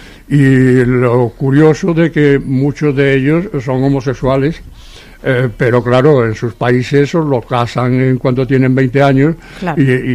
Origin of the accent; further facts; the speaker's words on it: Seville, Andalusia, Spain; now in Barcelona, Spain; cuando vinimos de Sevilla.